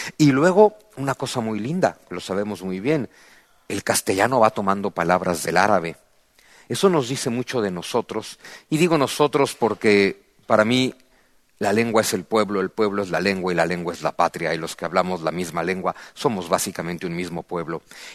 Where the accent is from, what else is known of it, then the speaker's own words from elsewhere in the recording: Mexico; del español que hablamos en México tienen origen náhuatl, que para nosotros los mexicanos es como si fueran español.